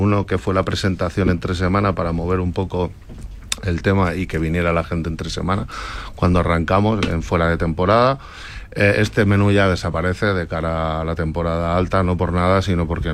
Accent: Region of Murcia, Spain; llevo toda la vida yo soy de Murcia

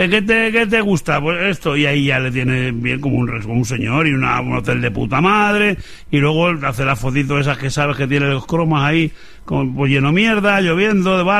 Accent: Tarifa, Andalusia, Spain; soy de allí, de Bolonia

